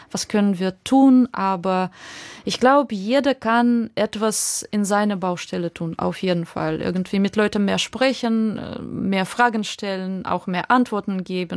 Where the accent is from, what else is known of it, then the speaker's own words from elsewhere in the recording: Ukraine; now in Berlin, Germany; also ich als Ukrainerin, ja, ich habe meinen Schmerz